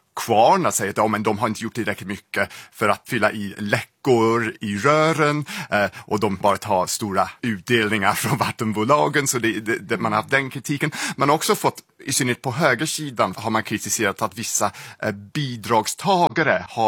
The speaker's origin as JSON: {"language": "Swedish", "region": "England", "country": "United Kingdom", "tie": "born or raised there", "moved": "yes", "said": "den där väldigt lummiga delen av England där jag växte upp."}